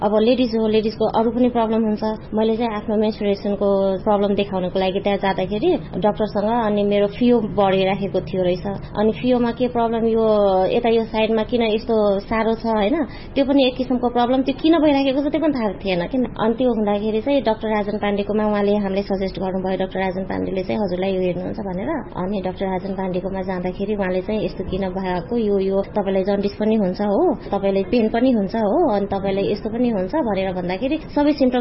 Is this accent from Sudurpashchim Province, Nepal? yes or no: yes; Sudurpashchim Province, Nepal; moved away as an adult; now in Tikapur, Nepal; म चाहिँ टिकापुर नगरपालिका 7 नम्बरमा बस्छु, तर मेरो घर जानकी गाउँपालिकामा पर्छ। कामकै सिलसिलामा हामी चाहिँ यतै बसिराखेको छौँ